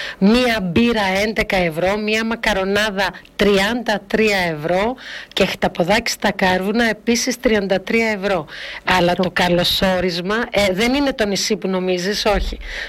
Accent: Perdika, Epirus, Greece; also born or lived in Corfu; στο χωριό μου, στην Πέρδικα.

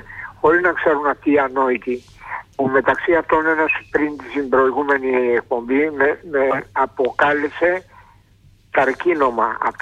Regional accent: Istanbul, Turkey; Εγώ το καταλαβαίνω σαν βλάκας που είμαι από την Κωνσταντινούπολη, σαν μπουνταλάς

